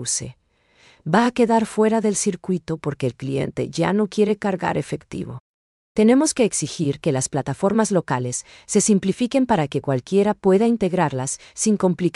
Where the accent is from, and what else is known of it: Paraguay